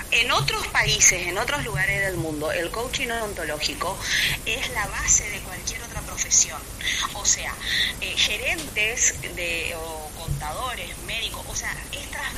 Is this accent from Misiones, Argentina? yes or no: yes; Posadas, Misiones, Argentina; nosotros somos de Posadas